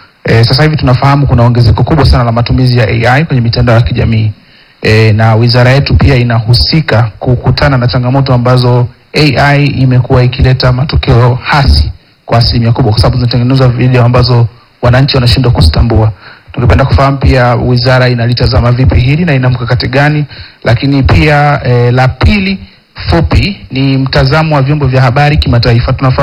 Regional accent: Tanzania

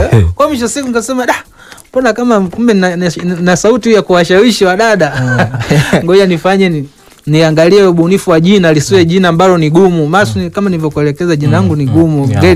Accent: Kigoma, Tanzania; Yeah, mimi ni mzaliwa wa Kigoma.

